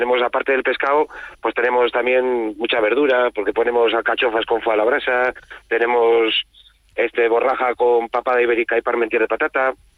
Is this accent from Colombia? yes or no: no; El Rasillo de Cameros, La Rioja, Spain; Vamos, es que el Rasillo, ¿qué te voy a decir yo? Que soy rasillano.